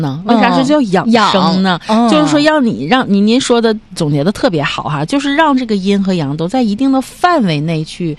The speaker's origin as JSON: {"language": "Chinese", "country": "China"}